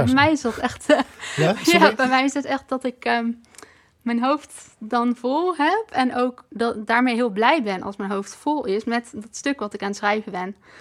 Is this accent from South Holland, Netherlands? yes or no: no; Breda, North Brabant, Netherlands; Want ik kom ook uit Breda.